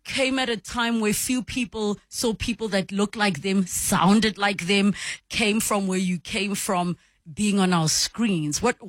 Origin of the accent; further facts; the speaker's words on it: Mitchells Plain, Western Cape, South Africa; guys, I'm from Mitchell's Plain. We wouldn't say it like this, because that's the hard part.